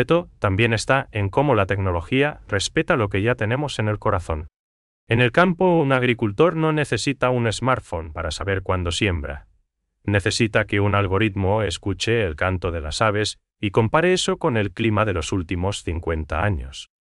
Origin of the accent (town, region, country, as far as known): Paraguay